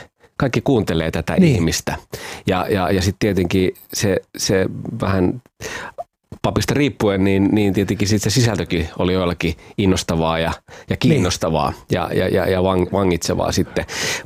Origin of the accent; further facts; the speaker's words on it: Pori, Satakunta, Finland; also born or lived in Kuorevesi; me muutettiin tosiaan silloin sieltä Kuorovedeltä Poriin ja mä aloitin tokaluokan siellä